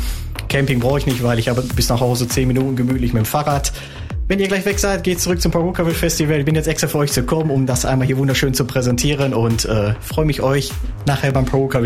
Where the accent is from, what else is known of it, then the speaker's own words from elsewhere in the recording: Goch, North Rhine-Westphalia, Germany; ich komme hier aus der Stadt Goch.